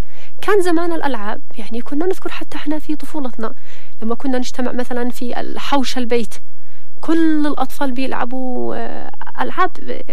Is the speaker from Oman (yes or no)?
no; Yemen; إحنا كمجتمع يمني